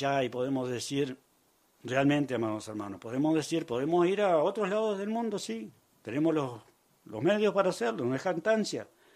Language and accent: Spanish; Uruguay; somos hermanos de Uruguay